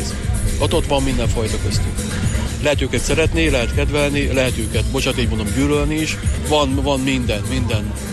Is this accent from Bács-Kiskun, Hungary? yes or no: no; Eger, Heves, Hungary; Én egri származású vagyok, felnémeti.